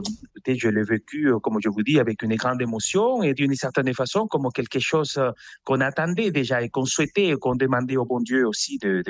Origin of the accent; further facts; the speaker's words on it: Venezuela; moved away; J'ai quitté le Venezuela il y a plus de 20 ans et j'ai une sœur qui habite au Chili, j'ai des nièces qui sont aux États-Unis, en République dominicaine. Et dans le pays, il me reste, oui, mon frère